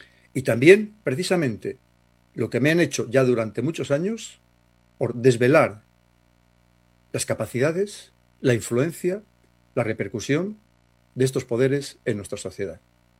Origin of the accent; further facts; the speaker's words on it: Castile and León, Spain; como cazurro que soy, de donde vengo